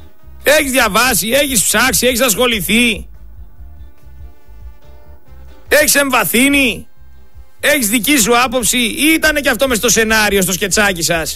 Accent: Greece; εγώ είμαι ένας Έλληνας πολίτης

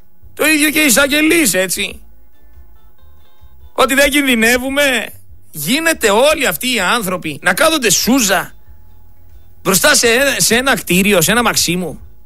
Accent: Greece; εγώ είμαι ένας Έλληνας πολίτης

